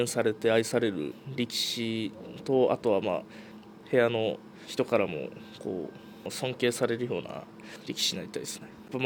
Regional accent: Aomori, Japan; moved away as an adult; 青森で生まれて18年間育ってるんで

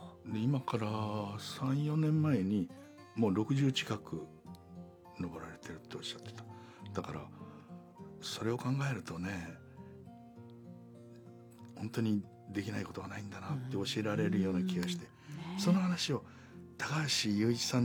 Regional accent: Oita, Japan; 僕ね、大分県出身だったんだけど

